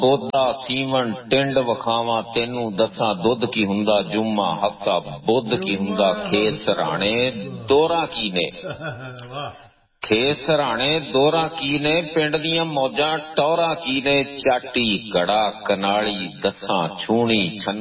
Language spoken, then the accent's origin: Punjabi; Punjab, Pakistan; اردو لکھ سکدا لیکن میں پنجابی ہاں، میں پنجابی دے وچ ہی لکھنا وا، تے پنجابی نال پیار کرنا وا